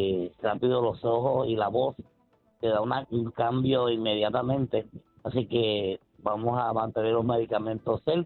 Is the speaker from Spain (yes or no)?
no; Bayamón, Puerto Rico; yo soy de Bayamón